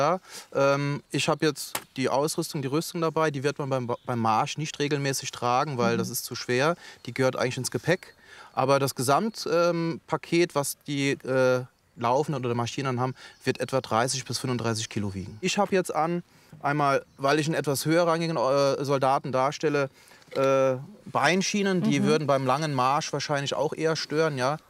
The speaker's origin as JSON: {"language": "German", "town": "Neuwied", "region": "Rhineland-Palatinate", "country": "Germany", "said": "ich komme aus Neuwied hier in Rheinland-Pfalz."}